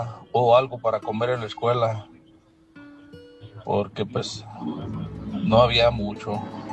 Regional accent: Michoacán, Mexico; now in Ciudad Juárez, Mexico; Un lujo en mi tierra, en mi lindo Michoacán

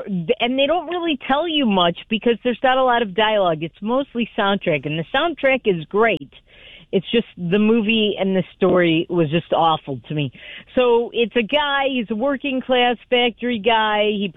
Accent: Detroit, Michigan, United States; It takes place in Detroit, my hometown, where I live in the Detroit area

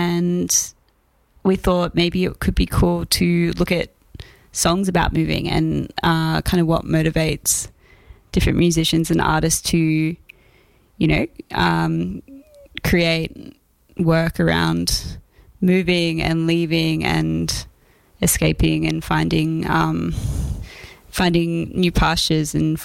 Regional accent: Melbourne, Victoria, Australia; moved away as an adult; also born or lived in Mornington Peninsula; now in Darwin, Australia; I am from Melbourne, Nam, Wurundjeri country. And I grew up there and just outside of Melbourne, actually in the Mornington Peninsula. And then I moved to the Big Smoke and I've been there for kind of maybe a decade.

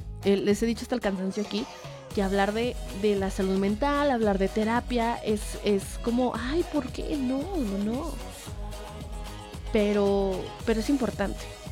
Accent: Mexico; Es un mes donde ya todos nos pusimos mexas, donde todos somos más mexicanos, somos muy patrióticos por la independencia de México este próximo 16 de septiembre.

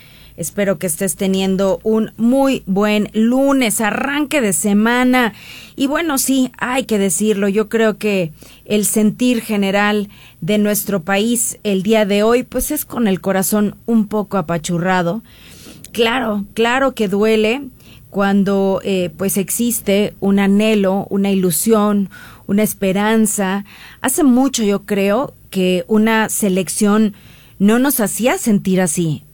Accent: Mexico; nos unió como mexicanos

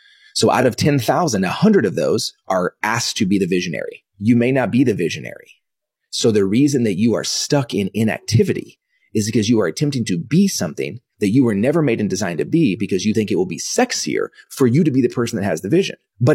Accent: Dallas, Texas, United States; born or raised there; also born or lived in Kansas

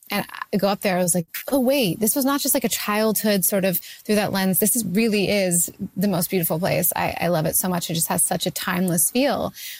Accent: Canada; I am always just always trying to set things in Canada about Canadians because I'm Canadian and like, why not?

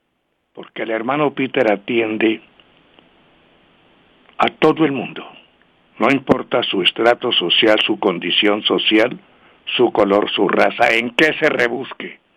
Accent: Colombia

